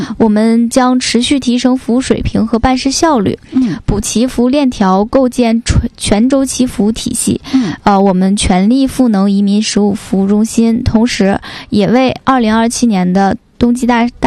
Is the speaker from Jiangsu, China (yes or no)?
no; Jilin, China; 我们吉林人非常的热情友善呢。